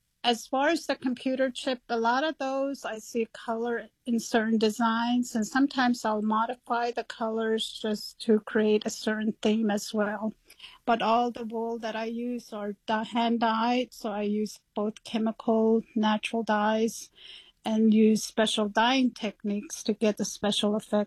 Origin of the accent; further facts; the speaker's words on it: Navajo Nation, United States; I was raised on Navajo land